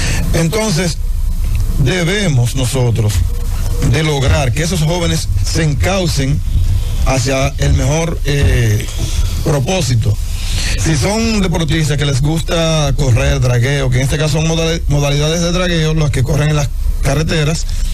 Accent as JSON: {"language": "Spanish", "region": "Santiago", "country": "Dominican Republic", "said": "y nosotros somos de Santiago, conseguimos los permisos"}